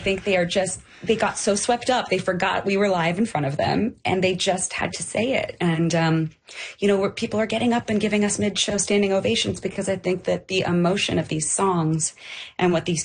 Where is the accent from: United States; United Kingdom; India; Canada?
Canada; we need to do some stuff in Canada and come back and sing for our Canadian folks.